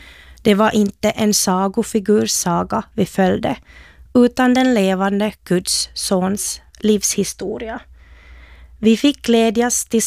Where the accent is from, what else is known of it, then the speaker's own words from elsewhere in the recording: Finland; Vi var flera från Finland som åkte tillsammans.